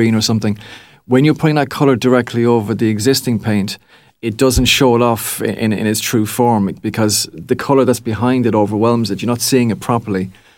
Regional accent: Achill, Connacht, Ireland; when I grew up schooling in Achill

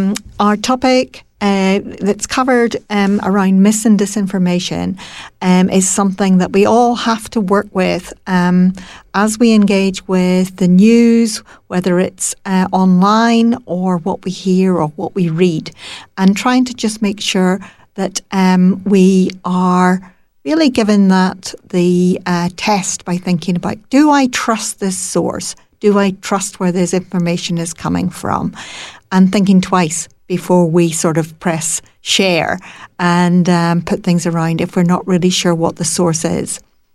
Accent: Ireland; moved away; sometimes I'm Irish, but I'm also new to coming back to Ireland after, a long time.

